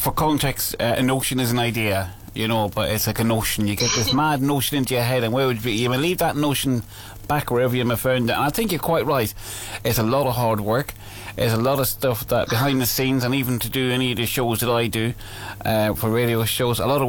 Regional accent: Ireland; Being Irish

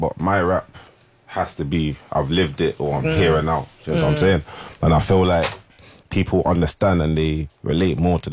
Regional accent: London, United Kingdom; And I'm from Killy, which is Kilburn.

